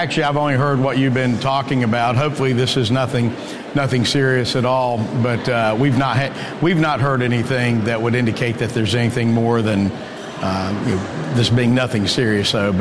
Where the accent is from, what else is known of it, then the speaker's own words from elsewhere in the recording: North Carolina, United States; And I will tell you, in my home state of North Carolina